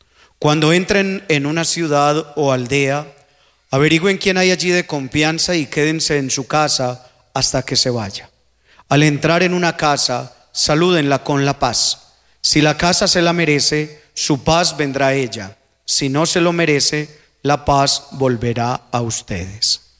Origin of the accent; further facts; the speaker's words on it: Antioquia, Colombia; nosotros somos de Antioquía, de ahí viene.